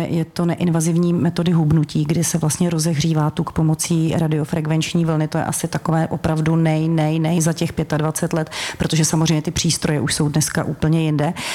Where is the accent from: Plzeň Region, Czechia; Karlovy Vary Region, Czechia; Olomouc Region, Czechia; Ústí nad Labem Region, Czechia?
Karlovy Vary Region, Czechia; Karlovy Vary; moved away; jsem z Karlových Varů